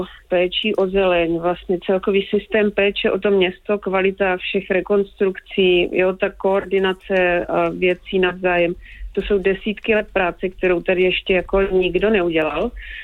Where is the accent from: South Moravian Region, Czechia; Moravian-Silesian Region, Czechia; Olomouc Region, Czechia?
South Moravian Region, Czechia; Brno; jak jsem z Brna, tak já jsem vždycky jezdila do Vídně často, takže to bylo to spádový město, hoďka a půl, že jo, je to blíž jak Praha vlastně